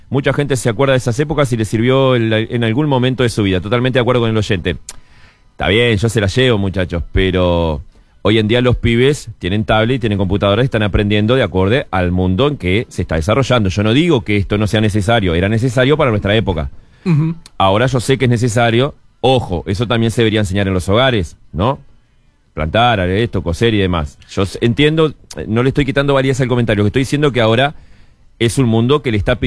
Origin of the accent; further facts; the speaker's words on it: Uruguay; de a poquito estamos perdiendo la identidad como uruguayos, después nos calentamos y nos dicen provincia de los argentinos.